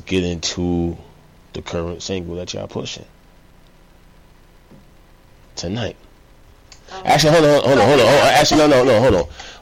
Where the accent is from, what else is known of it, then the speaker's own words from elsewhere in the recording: New Jersey, United States; Yeah, I'm from Jersey.